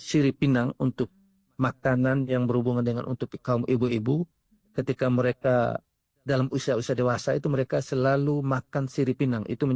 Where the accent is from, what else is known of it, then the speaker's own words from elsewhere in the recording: East Nusa Tenggara, Indonesia; Ini ciri khas untuk kami orang Nagekeo, ketika dalam urusan-urusan adat itu selalu menggunakan atau mengenakan yang namanya gaba ataupun beweko ini.